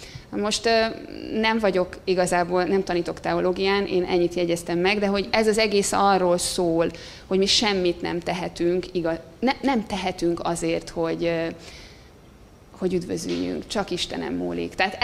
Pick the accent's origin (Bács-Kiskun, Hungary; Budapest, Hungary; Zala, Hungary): Budapest, Hungary; azon a helyen, ahol mi laktunk, ahol fölnőttem Gazdagréten, egy katolikus és egy református közösségnek a plántálása.